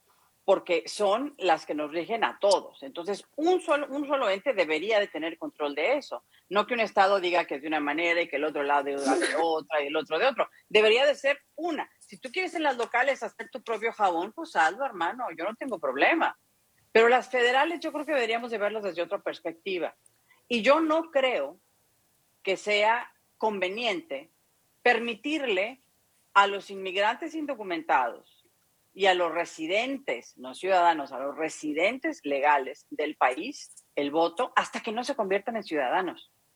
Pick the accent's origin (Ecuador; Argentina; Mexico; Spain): Mexico; Ni tampoco en México me dejan votar si no digo que soy mexicana y presento pruebas de que soy mexicana.